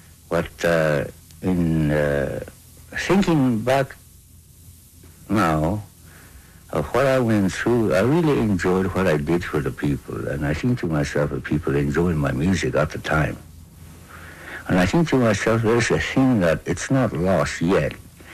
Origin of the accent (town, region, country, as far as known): Fort Norman, Northwest Territories, Canada